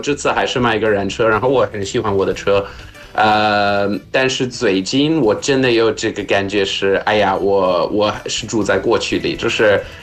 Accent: South Africa; 。 Hey guys … from South Africa.

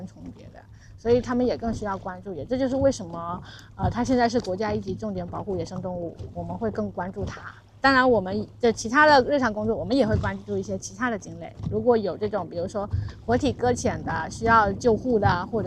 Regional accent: Xiamen, Fujian, China; 我是厦门人，因为就是因为而且是在鼓浪屿出生的

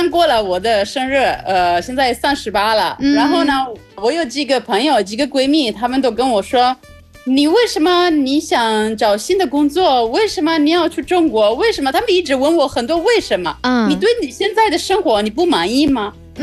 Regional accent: Italy; Chinese is a second language; moved away; 我们意大利那边有很多可能30岁还没有到40岁

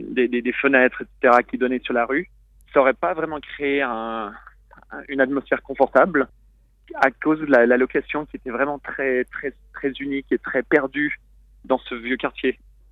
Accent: Switzerland; moved away as an adult; now in China; J'ai quitté la Suisse en 2011 pour venir travailler en Asie pour le groupe Shangri-La. Et j'ai décidé en fait de venir en Chine en 2014 pour en fait découvrir la Chine.

